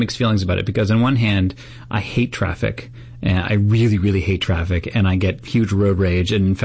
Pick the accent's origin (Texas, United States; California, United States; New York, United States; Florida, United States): New York, United States; as a New Yorker